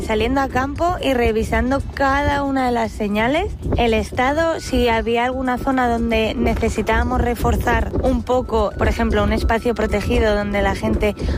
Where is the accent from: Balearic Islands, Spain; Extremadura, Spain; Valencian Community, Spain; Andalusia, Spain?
Balearic Islands, Spain; Ibiza; soy ibicenca de padre, madre y abuelos